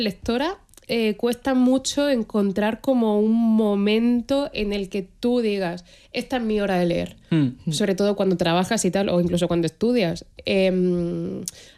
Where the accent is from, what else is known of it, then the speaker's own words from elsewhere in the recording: Cartagena, Region of Murcia, Spain; Y bueno, claro, yo es que soy de Cartagena, yo tengo playa.